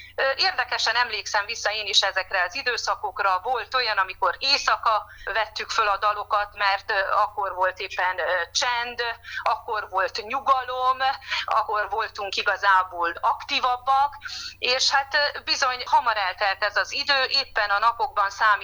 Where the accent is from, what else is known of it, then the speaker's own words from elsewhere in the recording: Kisbacon, Covasna, Romania; moved away; meg hát nyilván Kisbaconban is, hiszen az a szülőfalu, szülőhazám.